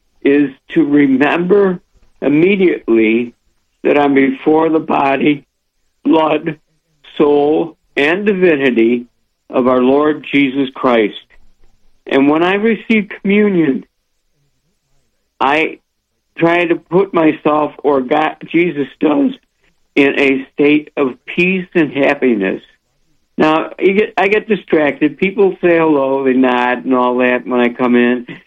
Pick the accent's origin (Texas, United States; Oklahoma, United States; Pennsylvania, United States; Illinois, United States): Illinois, United States; Chicago; I grew up in the Chicago Archdiocese in the 1950s, and I know I received communion before I received confirmation.